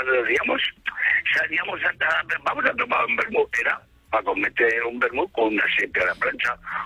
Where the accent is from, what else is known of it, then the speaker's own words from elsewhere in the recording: Gallur, Aragon, Spain; eso no lo he comido más que en mi pueblo, en Gallur.